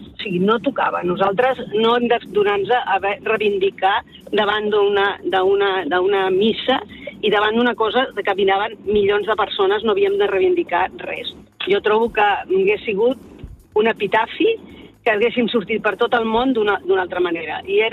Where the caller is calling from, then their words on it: Vilanova i la Geltrú, Catalonia, Spain; jo soc de Vilanova